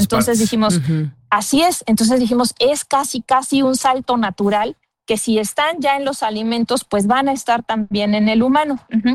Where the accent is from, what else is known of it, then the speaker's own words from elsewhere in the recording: Mexico; como mexicanos generamos alrededor de 60 kilogramos de plástico por persona al año.